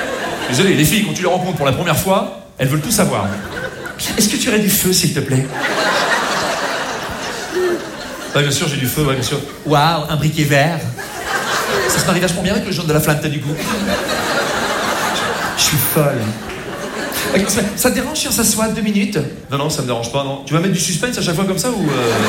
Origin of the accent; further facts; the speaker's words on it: Rouen, Normandy, France; moi, je suis pas du tout de Paris, je suis pas du tout de Marseille, bien sûr, moi, je suis de Rouen, je sais pas si vous connaissez Rouen.